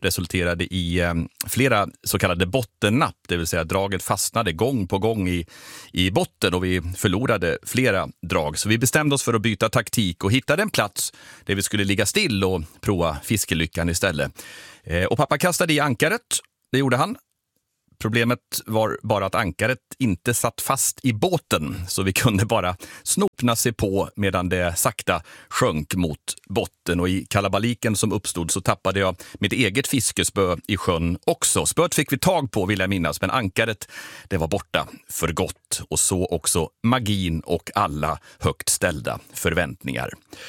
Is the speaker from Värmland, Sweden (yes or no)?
yes; Värmland, Sweden; på sjön i Värmland, där jag växte upp